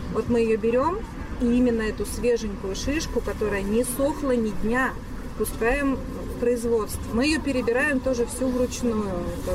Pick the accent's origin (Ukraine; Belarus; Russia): Russia; Sverdlovsk Oblast; Ну и еще ноги у этого названия растут с моей малой родины, со Свердловской области. Жители моей деревни называют сами себя бурундуки.